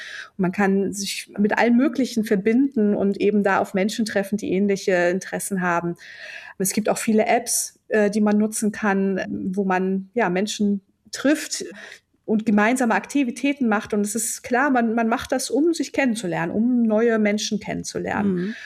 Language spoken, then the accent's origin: German; Cologne, North Rhine-Westphalia, Germany; now in Bochum, Germany; da geht mir auch immer noch das Herz auf, auch wenn ich schon länger nicht mehr in Köln lebe. Ich lebe seit einigen Jahren jetzt in Bochum im Ruhrgebiet